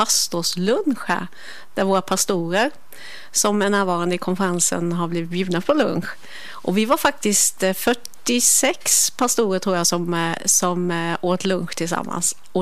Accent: Hagshult, Jönköping County, Sweden; moved away as an adult; now in Gothenburg, Sweden; I Hagshult, eller Hagshult som man säger om man inte är infödd där. Där är jag uppväxt.

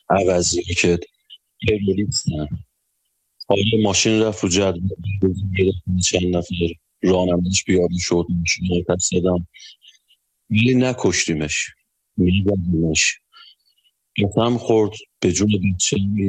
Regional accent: Ardabil, Ardabil Province, Iran; بزنم بگم من از اردبیلم.

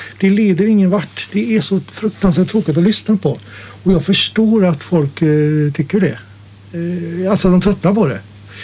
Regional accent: Dingle, Västra Götaland County, Sweden; jag är född i Dingle med metropolen. Men vi hade väl kanske 900 personer eller 1000 invånare. Och jag är ju uppväxt på en liten skola.

